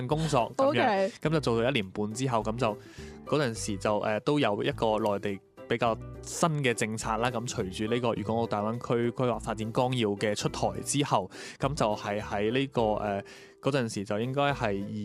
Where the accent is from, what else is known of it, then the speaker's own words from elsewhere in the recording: Hong Kong; moved away as an adult; 我是一个土生土长的香港人，前18年都是在香港度，在香港出世啦，之后在香港读书成长，这样就直至18岁那年就读完 DSE，